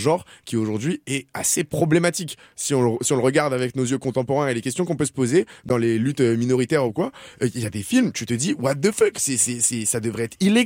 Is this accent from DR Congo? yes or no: no; France; je vous dis ça en tant que français